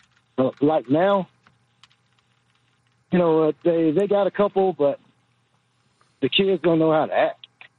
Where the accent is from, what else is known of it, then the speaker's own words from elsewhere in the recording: Mississippi, United States; moved away; I grew up in Mississippi